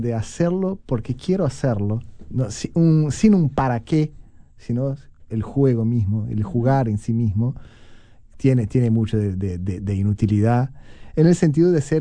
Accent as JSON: {"language": "Spanish", "country": "Brazil", "moved": "yes", "lives_now": "Uruguay", "said": "Yo soy, en eso soy un brasileño medio trucho."}